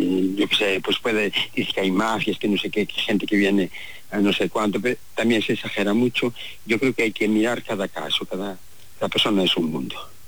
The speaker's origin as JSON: {"language": "Spanish", "town": "Ares", "region": "Galicia", "country": "Spain", "tie": "born or raised there", "said": "La Virgen del Carmen me encanta porque mi pueblo era muy marinero de Ares y se celebraba mucho ya desde pequeñito el Salve Estrella de los Mares, tan bonito."}